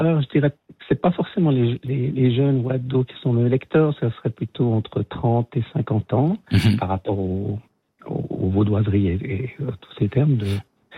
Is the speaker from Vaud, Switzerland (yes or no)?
yes; Vaud, Switzerland